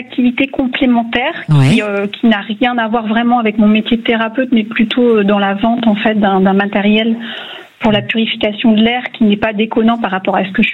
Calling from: Brittany, France; De la région rennaise.

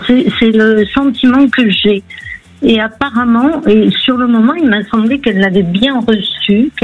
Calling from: Landes, Nouvelle-Aquitaine, France; Je vous appelle des Landes.

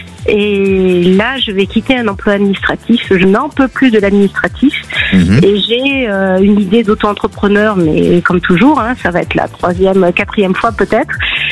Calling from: Bayonne, Nouvelle-Aquitaine, France; De Bayonne.

